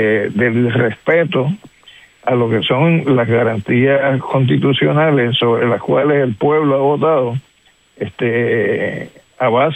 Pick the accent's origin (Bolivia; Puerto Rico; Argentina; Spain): Puerto Rico; yo soy puertorriqueño nacional, aunque tenga desde el punto de vista jurídico una ciudadanía que corresponde a la ciudadanía estadounidense